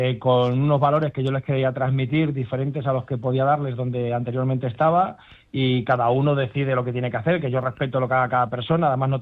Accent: Extremadura, Spain; pensando en mi pueblo

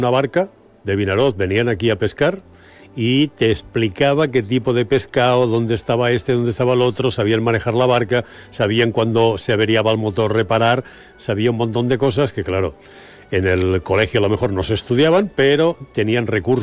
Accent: Valencian Community, Spain; now in Ibiza, Spain; Yo soy valenciano, llevo 37 años aquí

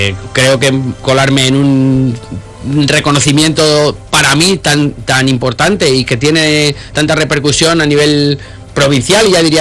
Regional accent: Castilla-La Mancha, Spain; soy manchego, que soy de La Mancha.

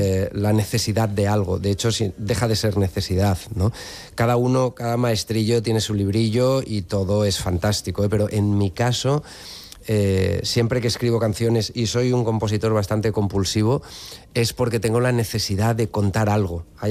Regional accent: Spain; Nosotros somos españoles y nos gusta que todo aquello que tiene que ver con la música española aparezca en nuestras canciones.

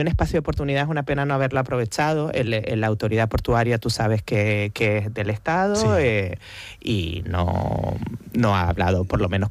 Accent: Las Palmas de Gran Canaria, Canary Islands, Spain; Yo soy de la Isleta

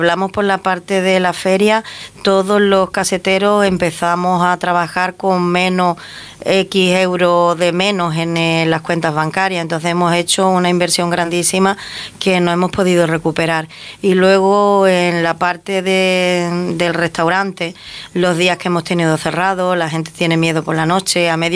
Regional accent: Ceuta, Spain; yo soy nacida aquí en Ceuta, de padre ceutís también, todos mis hermanos, toda la familia

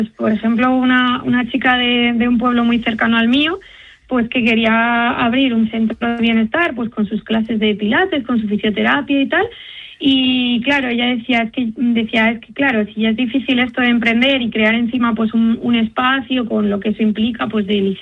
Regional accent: Castile and León, Spain; pues sería una marca que también es de un pueblo de la zona del Valle del Tietar, que es de donde soy yo

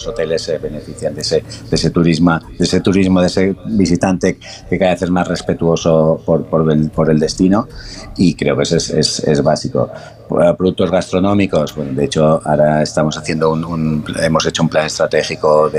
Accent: Estellencs, Balearic Islands, Spain

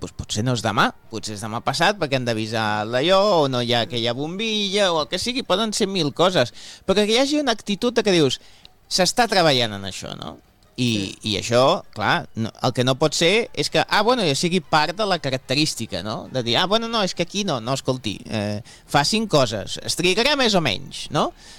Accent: Madeira, Portugal; now in Spain; Sí, mira, jo vinc de Madeira, que és una illa, i està foradada per tot arreu per construir túnels.

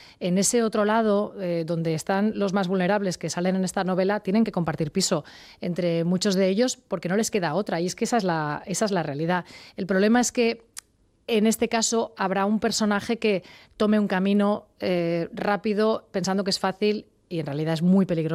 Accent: Sant Feliu de Llobregat, Catalonia, Spain

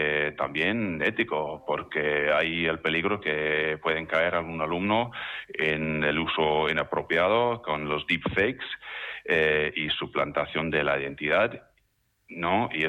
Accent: Ireland; Spanish is a second language; Yo, por ejemplo, yo a veces soy extranjero, yo soy de Irlanda

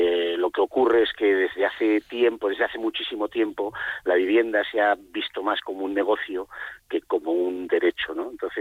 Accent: Valladolid, Castile and León, Spain

